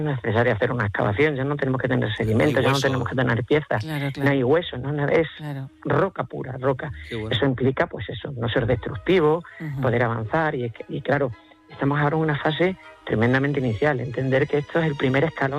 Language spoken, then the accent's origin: Spanish; Extremadura, Spain